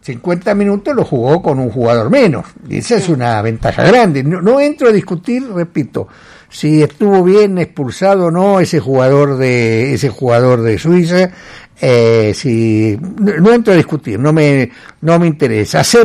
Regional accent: Santa Fe, Argentina; Soy argentino y santafesino.

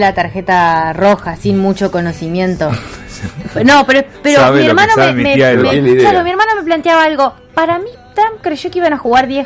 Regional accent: Escalada, Santa Fe, Argentina; also born or lived in San Justo; es como que yo diga que soy de San Justo y no soy de Escalada

